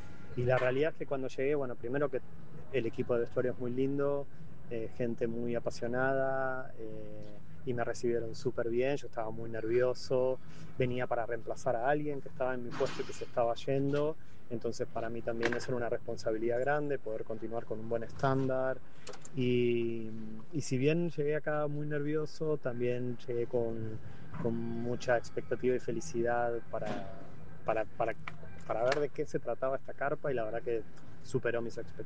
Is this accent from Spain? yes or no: no; Argentina; hace, bueno, más de 10 años estudiando diseño de vestuario en Buenos Aires. Yo soy de Argentina.